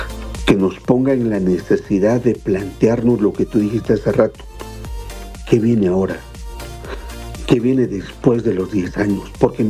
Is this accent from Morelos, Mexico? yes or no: no; Oaxaca, Mexico; qué orgullo saberlo como oaxaqueños